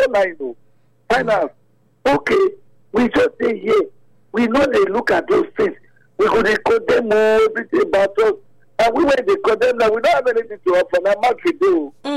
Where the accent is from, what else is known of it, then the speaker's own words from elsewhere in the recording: Nigeria; I'm from Tekuna, Nigeria.